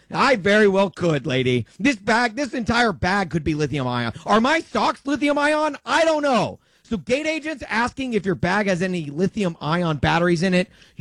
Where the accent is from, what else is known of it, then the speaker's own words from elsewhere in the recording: Nashville, Tennessee, United States; moved away; I flew to my hometown, Nashville, this past week.